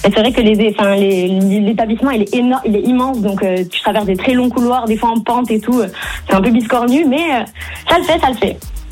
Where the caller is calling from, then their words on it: Auvergne-Rhône-Alpes, France; je suis à Anguille.